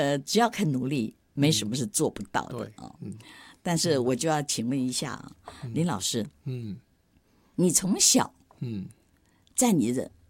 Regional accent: Daxi, Taoyuan, Taiwan; 他本来是在大溪，我们是桃园人嘛，桃园大溪人、他在大溪到要我们搬到台北来

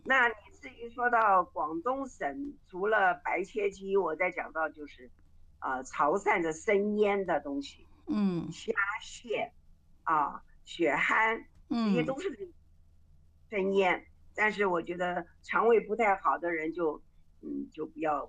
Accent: Taiwan; 你再把它变成就像我们台湾人吃的这个那个什么，仙草，对吧？

